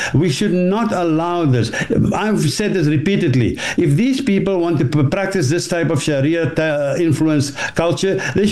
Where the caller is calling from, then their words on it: United Kingdom; as a British Muslim